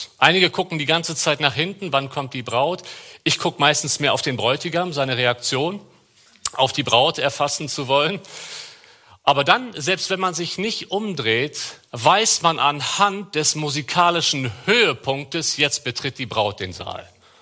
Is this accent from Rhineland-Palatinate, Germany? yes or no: no; Cologne, North Rhine-Westphalia, Germany; Wir fühlen uns als Kölner sehr mit euch hier verbunden durch Jesus Christus.